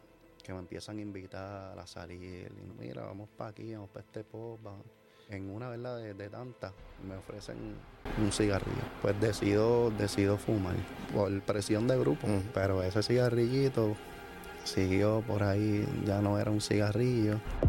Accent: Carolina, Puerto Rico; soy de, ¿verdad?, donde nací fue en Carolina, me crié, ¿verdad?, en el barrio de Buenavista.

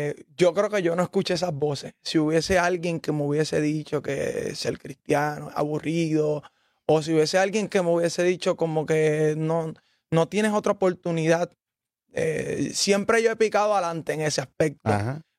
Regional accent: Ponce, Puerto Rico; y pues nacimos en Ponce. Somos de Ponce. Y pues por obra y gracia del Señor, estuvimos un tiempo viviendo en la playa en Ponce y luego en la urbanización Villa Arillasca.

